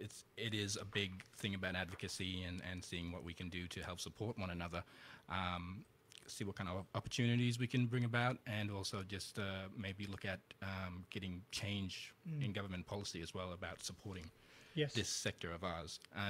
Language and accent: English; Broome, Western Australia, Australia; born there; I'm from Broome, WA, the Kimberley region. So I was born there, and my mob are the Yarrow people there in Broome. Yes. Woonooba people in Fitzroy Crossing, so the central Kimberley area.